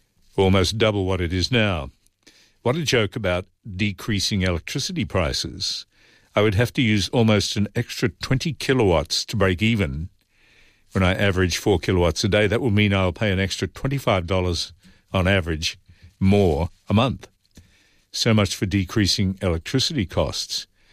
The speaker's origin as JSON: {"language": "English", "country": "Australia", "said": "Well, no, I'm not from Boston. But there was another incident where I was talking to a couple of Americans. One said to the other, well, how would I know he was Australian?"}